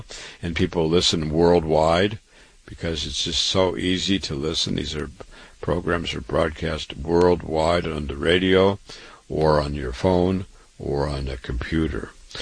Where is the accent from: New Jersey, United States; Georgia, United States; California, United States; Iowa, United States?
Iowa, United States; Waterloo; born or raised there